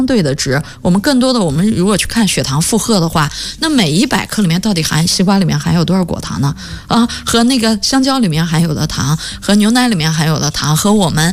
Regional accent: Xinjiang, China; moved away; 我一说我是新疆的

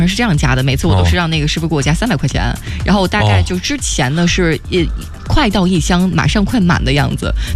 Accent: Lanzhou, Gansu, China; moved away; 我改天要回一趟兰州看一看我们当地的这个牛肉面有没有物价上涨。

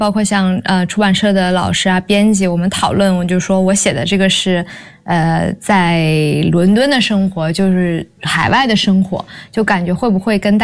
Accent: Guilin, Guangxi, China; now in London, United Kingdom; 包括我的家乡桂林

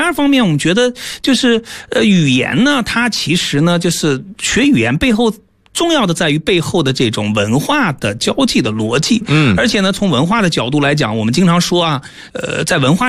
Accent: China; 我们中国人

